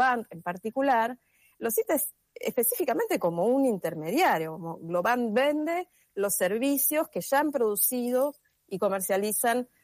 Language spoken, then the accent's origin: Spanish; Argentina